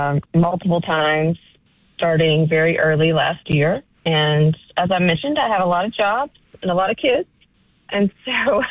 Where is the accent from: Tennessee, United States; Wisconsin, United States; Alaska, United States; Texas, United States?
Tennessee, United States; Memphis; also born or lived in Knoxville / Nashville; am the chief public defender here in Shelby County in Memphis. I am also on the Memphis City Council. I was born and raised here in Memphis.